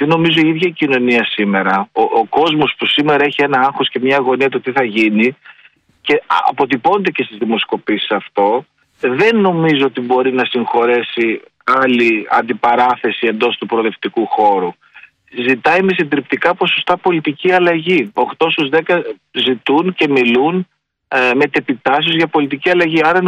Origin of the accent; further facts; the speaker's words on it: Agrinio, West Greece, Greece; born there; Εγώ γεννήθηκα στο Αγρίνιο.